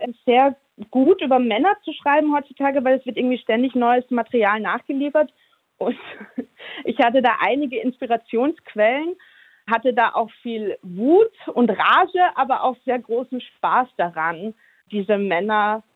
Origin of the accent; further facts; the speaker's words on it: Vienna, Austria; Also als Wienerin kann ich das wirklich sagen